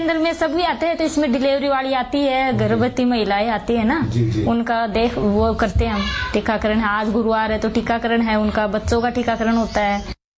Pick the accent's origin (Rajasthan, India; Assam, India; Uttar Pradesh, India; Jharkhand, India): Rajasthan, India; Neem Ka Thana; मैं सीकर जिले की हूँ, नीमका थाना मेरा गांव है